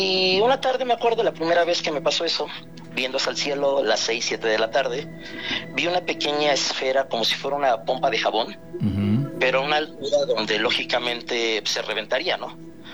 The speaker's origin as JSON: {"language": "Spanish", "town": "Atlixco", "region": "Puebla", "country": "Mexico", "tie": "born or raised there", "said": "Yo soy de Puebla"}